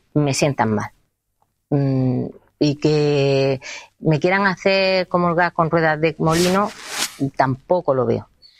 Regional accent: Castilla-La Mancha, Spain; Claro, veníamos de La Mancha, y mi madre dijo, ¡ay, qué traje!

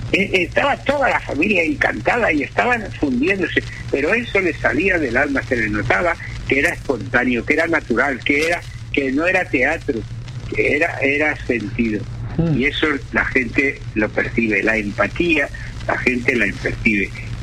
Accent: Tarragona, Catalonia, Spain; born there; yo que nací en la Imperial Tarraco, que fue la primera capital de Roma, de la Hispania

